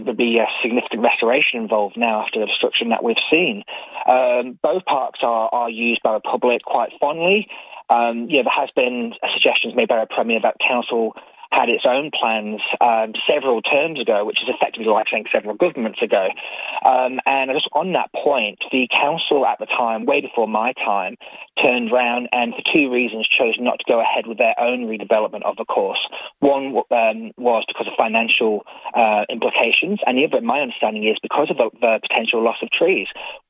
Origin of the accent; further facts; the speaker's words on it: Isle of Man; now in Australia; Look, I'm from the Isle of Man, Leith. I love the TT races.